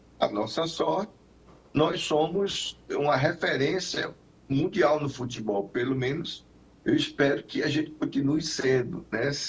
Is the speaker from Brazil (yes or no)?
yes; Brazil; eu sou brasileiro porque eu sou da terra de Garrincha, da terra de Pelé, eu sou da terra de Didi